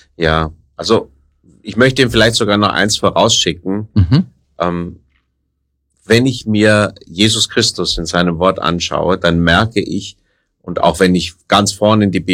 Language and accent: German; Rhineland, Germany; Ich bin ein Rheinländer, ja, ja